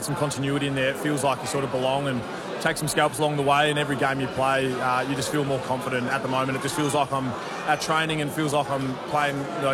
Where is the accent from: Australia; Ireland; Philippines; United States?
Australia; Fremantle, Western Australia; now in Melbourne, Australia; Yeah, I'm definitely a WA boy at heart. All my family's there. My missus' family's there. We're from Freo, so that's always going to be in my heart. But I have really loved moving to Melbourne.